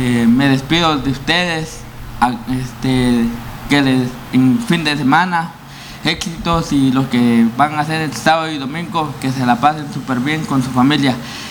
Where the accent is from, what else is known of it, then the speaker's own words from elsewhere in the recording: Petén, Guatemala; also born or lived in Antigua Guatemala, Sacatepéquez; Es nacido en Antigua Guatemala, por destino de la vida me vine a crecer aquí a las tierras peteneras